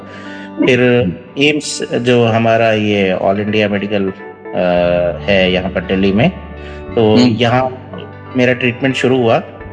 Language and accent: Hindi; Nepal; also born or lived in Rajasthan / Gurgaon; now in India; मैं सर नेपाल से हूँ, और मम्मी पापा बाद में इधर राजस्थान में आकर के बसे थे।